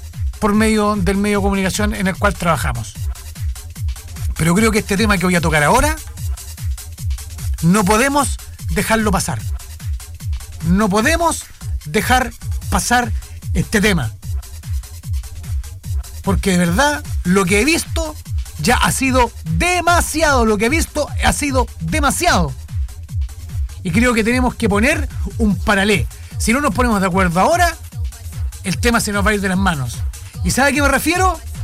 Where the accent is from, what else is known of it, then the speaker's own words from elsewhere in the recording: Chile; voy a hablar este tema como ciudadano chileno.